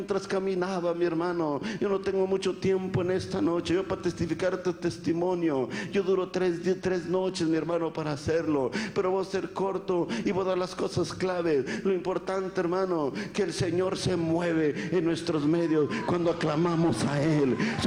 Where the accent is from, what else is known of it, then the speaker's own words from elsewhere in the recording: Matamoros, Tamaulipas, Mexico; quiero decirle que yo soy nativo de la ciudad de Matamoros, Tamaulipas, México.